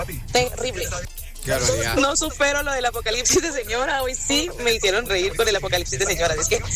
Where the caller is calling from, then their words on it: Guatemala; yo vivo en Vía Canal